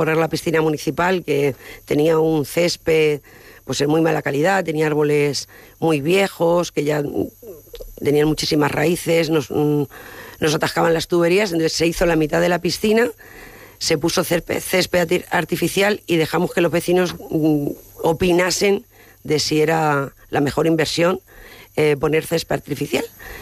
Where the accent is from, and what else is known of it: Castellar de Santiago, Castilla-La Mancha, Spain